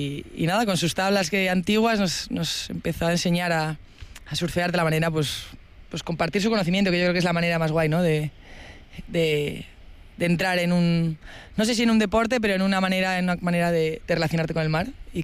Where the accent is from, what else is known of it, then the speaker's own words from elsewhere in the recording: Getxo, Basque Country, Spain; soy de Guecho